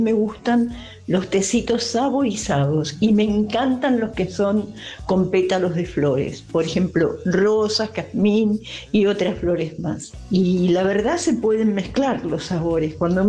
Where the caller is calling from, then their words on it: Parque Chas, Buenos Aires, Argentina; Hola desde el alma … de Parquechas, DNI 516.